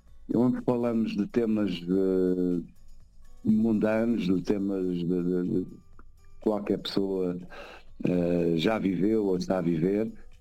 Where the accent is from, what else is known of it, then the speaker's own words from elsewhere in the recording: Portugal; Acima de tudo somos portugueses.